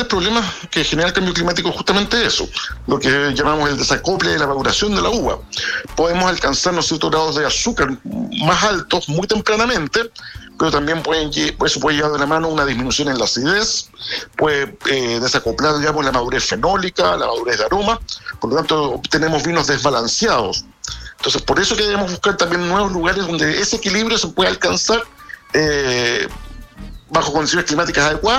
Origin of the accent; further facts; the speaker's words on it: Santiago, Santiago Metropolitan Region, Chile; Yo soy santiaguino y me encanta valorizar la importancia del Valle del Maipo, ¿no es cierto? Este río que cruza nuestra ciudad es un valle emblemático